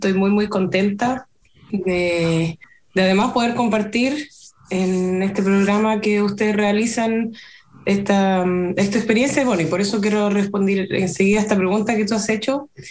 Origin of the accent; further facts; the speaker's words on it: Talca, Maule, Chile; moved away as an adult; now in Germany; yo soy de Talca, ahora estoy en Talca